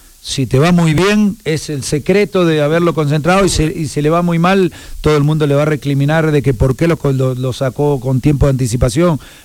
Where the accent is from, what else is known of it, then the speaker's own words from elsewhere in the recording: Argentina; moved away as an adult; now in Mexico; yo soy extranjero, soy argentino